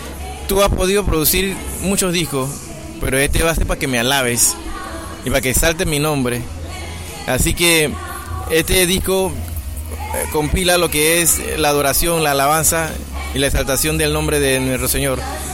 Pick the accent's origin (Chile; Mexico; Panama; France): Panama; Así que en mi país se usa el acordeón. Entonces quería identificarme como panameño.